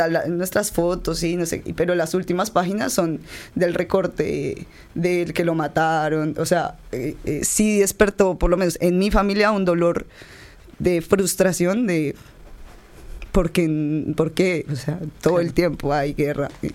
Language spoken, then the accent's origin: Spanish; Colombia; moved away as an adult; now in Argentina